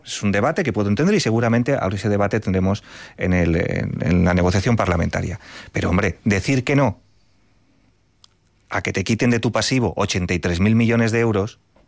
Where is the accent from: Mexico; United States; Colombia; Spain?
Spain; Valencia, Valencian Community; yo soy de Valencia.